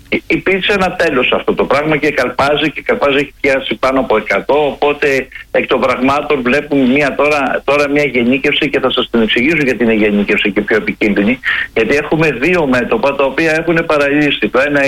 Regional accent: Greece; Να σας πω και επειδή εμείς είμαστε σαν Έλληνες έμποροι

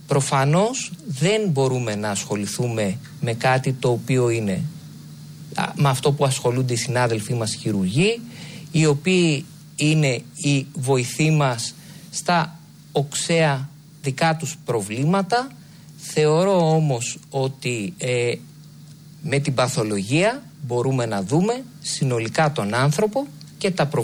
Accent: Larissa, Thessaly, Greece; born there; Λοιπόν, είμαι γεννημένος το 1972, γεννήθηκα στη Λάρισα, είμαι στρατιωτικός γιατρός.

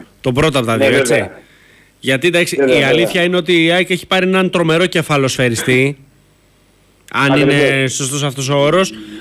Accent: Greece; είμαστε ως Έλληνες πολύ κοντά με τους Σέρβους, σαν λαός.

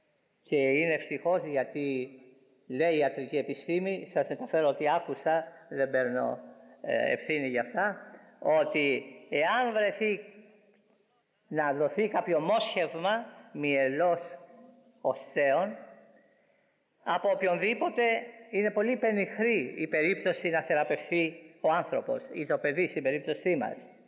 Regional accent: Corfu, Ionian Islands, Greece; το εδάφιο που με έφερε στο Χριστό το Γενάρη του 43 στο νησί μου στη Γέρκυρα

